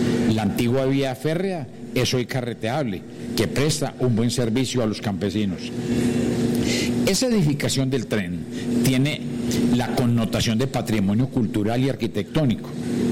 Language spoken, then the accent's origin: Spanish; Paisa region, Colombia; Somos orgullosamente paisas